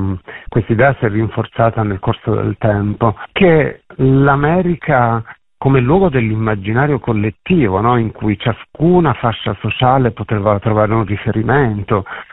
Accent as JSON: {"language": "Italian", "town": "Naples", "region": "Campania", "country": "Italy", "moved": "yes", "lives_now": "Sardinia, Italy", "said": "io sono un napoletano arrivato in Sardegna alla fine degli anni 70"}